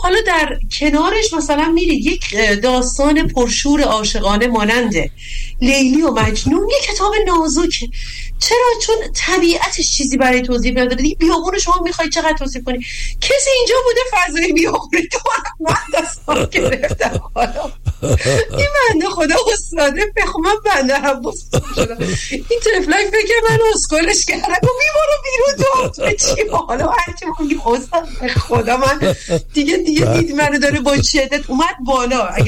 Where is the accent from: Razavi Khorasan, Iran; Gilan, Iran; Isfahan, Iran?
Gilan, Iran